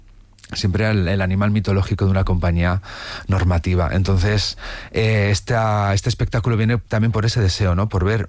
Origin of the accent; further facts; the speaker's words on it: La Cistérniga, Castile and León, Spain; Desde pequeño, yo llegué a mi pueblo, en la Cisterniga, en Valladolid, y dije a mi madre